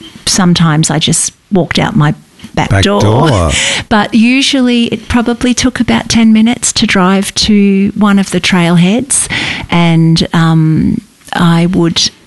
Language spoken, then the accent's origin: English; Sydney, New South Wales, Australia; moved away as an adult; now in Victoria, Australia; I grew up in Sydney. That was my home. I have a very particular self in Sydney, and I came to live in Victoria in my early 30s